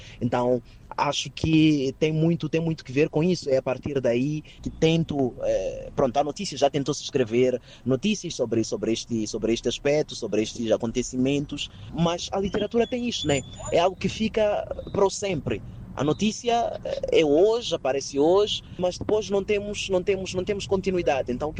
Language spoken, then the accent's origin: Portuguese; Mozambique